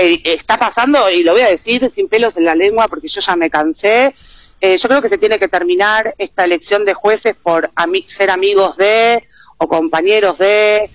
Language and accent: Spanish; Argentina